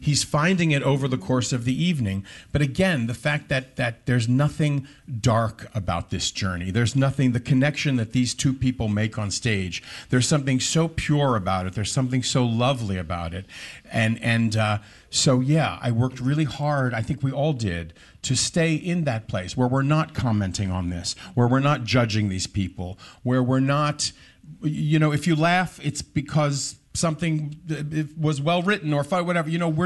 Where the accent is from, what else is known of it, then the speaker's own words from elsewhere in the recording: Washington, District of Columbia, United States; Growing up in Washington, D.C., which was a great theater town as well.